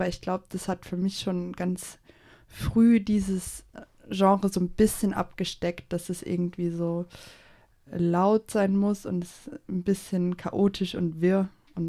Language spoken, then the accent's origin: German; Saxony, Germany; im sächsischen Umland aufgewachsen. Ja. Was soll man dazu sagen? relativ unspannend, eine kleine Vorstadt, sehr industriell geprägt, DDR geprägt.